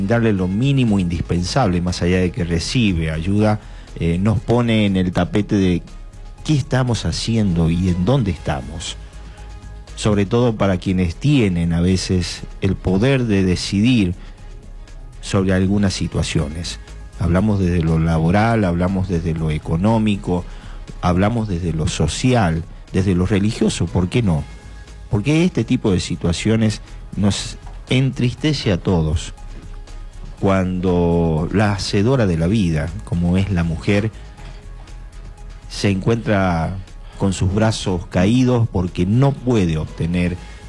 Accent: La Rioja, Argentina; Esta clase de información nos toca a todos, no tan solo en la fibra íntima, como riojanos, como argentinos

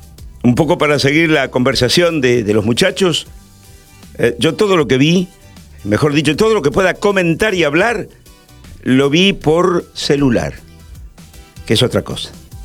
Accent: Córdoba, Argentina; now in Santa Fe, Argentina; Y soy cordobés, ¿está bien? Aunque los tiempos, los años han pasado y hoy más santafesino que nunca.

